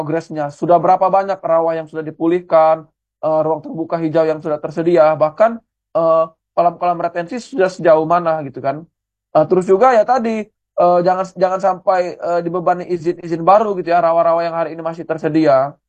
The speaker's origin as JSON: {"language": "Indonesian", "town": "Palembang", "region": "South Sumatra", "country": "Indonesia", "said": "kita sebagai warga Kota Palembang"}